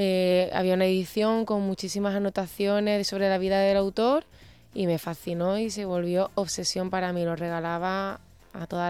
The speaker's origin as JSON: {"language": "Spanish", "region": "Andalusia", "country": "Spain", "said": "Yo no lo digo, porque encima como andaluza, lo siento, pero..."}